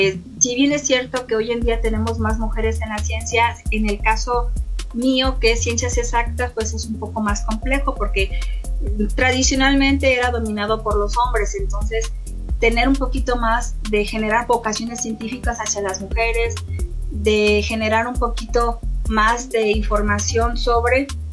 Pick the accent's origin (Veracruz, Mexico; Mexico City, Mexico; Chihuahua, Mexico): Veracruz, Mexico; now in Hidalgo, Mexico; yo soy originaria de Veracruz y que aquí no tengo a nadie